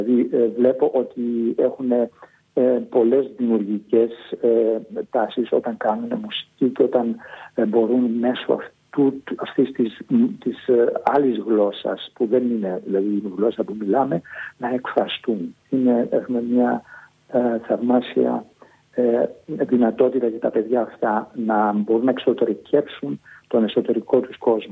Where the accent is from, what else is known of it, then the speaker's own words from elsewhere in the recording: Greece; moved away as an adult; also born or lived in Frankfurt, Germany; εμείς σαν Έλληνες αισθανόμασταν κάπου απομονωμένοι